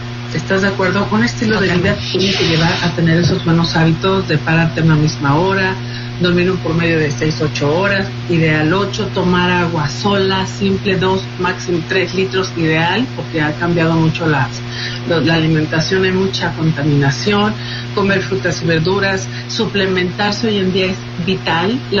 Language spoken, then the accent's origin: Spanish; Mexico; now in United States; pues porque soy mexicana